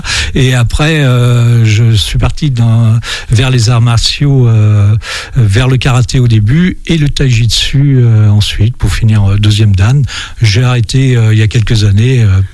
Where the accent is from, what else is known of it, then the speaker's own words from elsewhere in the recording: Noirmoutier, Pays de la Loire, France; Oui, je suis né à Noirmoutier et j'ai passé toute ma vie sur l'île, forcément en faisant des petits bonds sur le continent. Mais je suis, oui, un vrai Noirmoutrin.